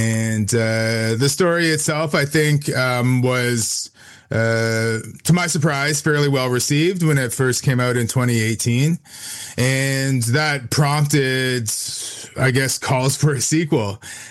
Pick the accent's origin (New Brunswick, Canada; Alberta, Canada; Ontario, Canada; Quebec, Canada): Ontario, Canada; Wasauksing First Nation; now in Sudbury, Canada; I currently live in Sudbury, Ontario, and I am originally from Wasauksing First Nation. That's on Georgian Bay near Parry Sound, Ontario. I'm of Anishinaabe and Canadian descent.